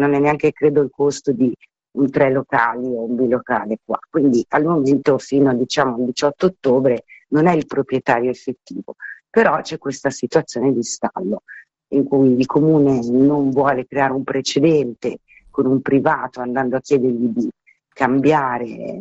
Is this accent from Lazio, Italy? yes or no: no; Milan, Lombardy, Italy; accent: Milanese; now in Livorno, Italy; io sono di Milano, come sentite dal mio accento, e vivo a Livorno